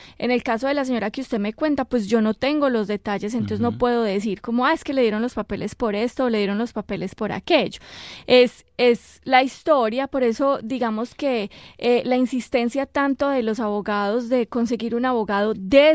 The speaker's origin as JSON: {"language": "Spanish", "country": "Colombia", "accent": "Colombian", "moved": "yes", "lives_now": "United States", "said": "yo soy colombiana, como mi acento lo dice"}